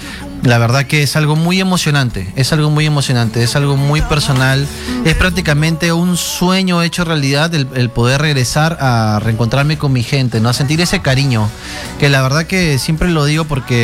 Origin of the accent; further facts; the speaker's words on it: Peru; moved away as an adult; Y mira, ya por fin nuevamente aquí en mi tierra, en mi país.